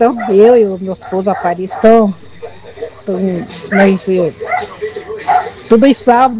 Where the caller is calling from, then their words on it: Brazil; Sou daqui do Jardim São Paulo, dois.